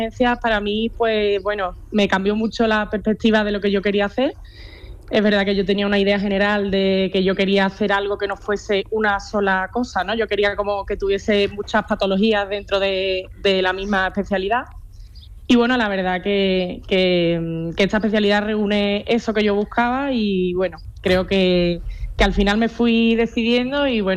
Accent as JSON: {"language": "Spanish", "town": "Seville", "region": "Andalusia", "country": "Spain", "said": "yo soy andaluza, soy sevillana, quería quedarme por aquí"}